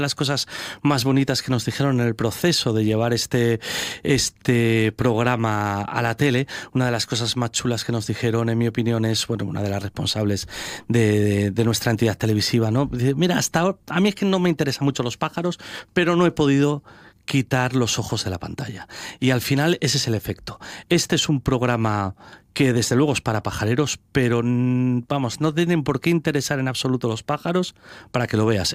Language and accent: Spanish; Asturias, Spain; es volver a la televisión pública de mi tierra